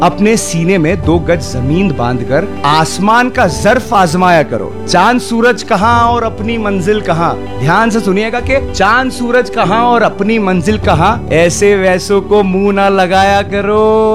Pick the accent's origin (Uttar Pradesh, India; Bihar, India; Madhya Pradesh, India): Madhya Pradesh, India; Indore; क्योंकि मैं जो हूँ इंदौर का रहने वाला हूँ और वो राइटर्स भी इंदौर से है